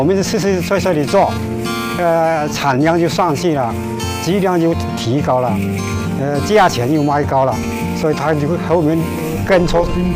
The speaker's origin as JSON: {"language": "Chinese", "town": "Guilin Village", "country": "China", "tie": "born or raised there", "said": "土生土长在桂林村的。我们这个村的是整个岭南地区茶鼻祖，也就是发源地。"}